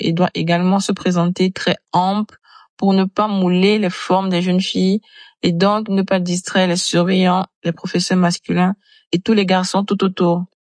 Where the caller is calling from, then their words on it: Yaoundé, Centre, Cameroon; je viens du Cameroun.